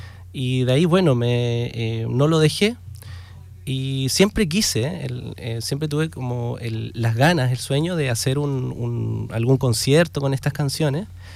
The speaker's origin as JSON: {"language": "Spanish", "region": "Valparaíso", "country": "Chile", "moved": "yes", "said": "yo soy de Valparaíso, no ubico mucho las calles."}